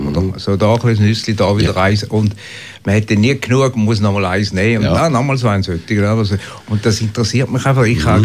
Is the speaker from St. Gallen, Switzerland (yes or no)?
yes; St. Gallen, Switzerland; also born or lived in Basel; now in Delémont, Switzerland